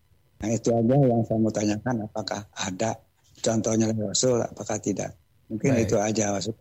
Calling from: Tasikmalaya, West Java, Indonesia

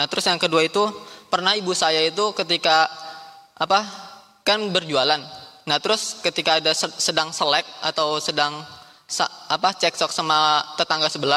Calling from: Bekasi, West Java, Indonesia; Saya, bismillah, saya dari … dari Bekasi

